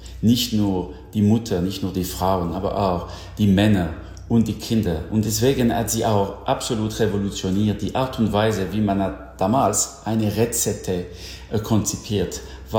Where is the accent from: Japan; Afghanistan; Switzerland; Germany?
Switzerland; wie zum Beispiel diesem berühmten Rekasimir, immer noch extrem populär bei uns in der Schweiz.